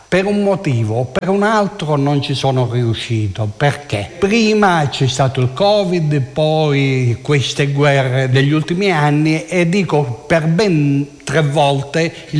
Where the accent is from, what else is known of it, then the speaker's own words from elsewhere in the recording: Sicily, Italy; Dalla Sicilia.